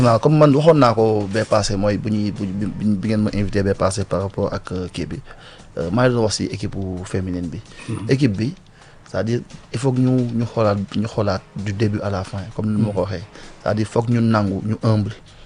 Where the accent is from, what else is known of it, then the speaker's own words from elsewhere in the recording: Mali; parce que le Mali, certes, moi, bon, nous sommes vice-champion d'Afrique, là, nous, hein.